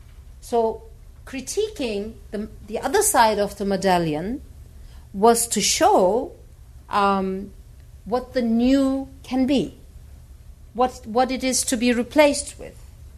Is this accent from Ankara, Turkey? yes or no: no; Dersim, Tunceli Province, Turkey; and I am from Dersim